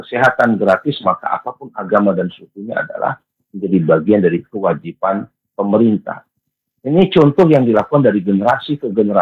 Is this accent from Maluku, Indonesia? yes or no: no; Medan, North Sumatra, Indonesia; Kita warga Medan